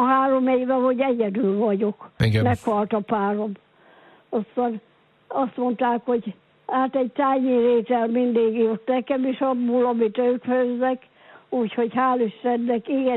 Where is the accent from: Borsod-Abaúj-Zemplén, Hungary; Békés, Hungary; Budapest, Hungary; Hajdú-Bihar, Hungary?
Borsod-Abaúj-Zemplén, Hungary; Kesznyéten; Ez a szülőfalum is, igen.